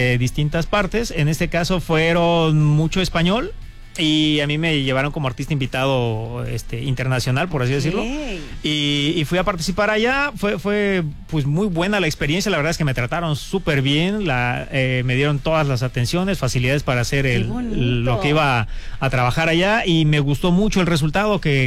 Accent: Coyuquilla Norte, Guerrero, Mexico; mi pueblo, Coyuquilla Norte, un pueblo hermosísimo en la Costa Grande, aquí del estado de Guerrero, perteneciente al municipio de Petotlán

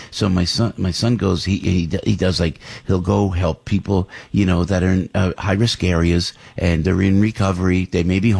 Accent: Passaic, New Jersey, United States; I'm from Passaic, right next door. And I said, hey, I'm a local guy.

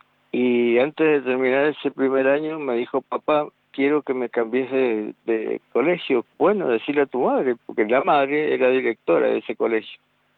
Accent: Guaymallén, Mendoza, Argentina; siempre nací acá en Mendoza y acá estoy.

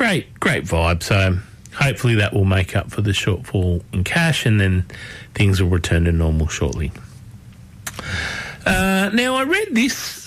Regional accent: Australia; because I'm Australian

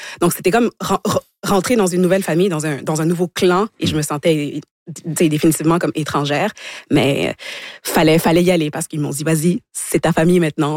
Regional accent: Montreal, Quebec, Canada; also born or lived in Kinshasa, Democratic Republic of the Congo; maintenant à 26 ans, je vis au Québec, je me considère comme étant québécoise, mais c'est pas tout. Je suis aussi congolaise, mais qu'est-ce qui me reste du Congo en fait, si ce n'est que ces 5 premières années de vie.

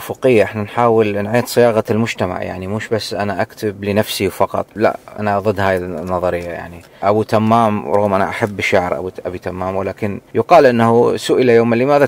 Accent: Iraq; moved away as an adult; now in Australia; وانا كبرت وترعرعت اوفرسيس يعني في العراق فترة التسعينات.

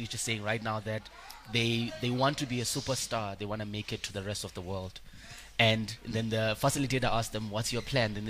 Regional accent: South Africa; now in Cape Town, South Africa; I think it's just being South African. Even now it's a very dark time for us in South Africa.

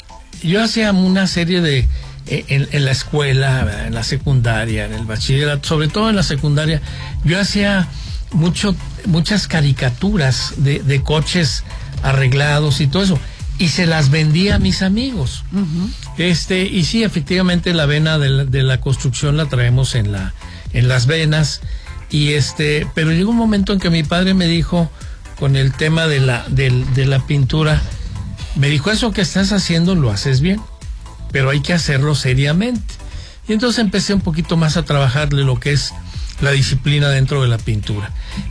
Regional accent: Saltillo, Coahuila, Mexico; born there; yo nací aquí en Saltillo, hace ya algunos años.

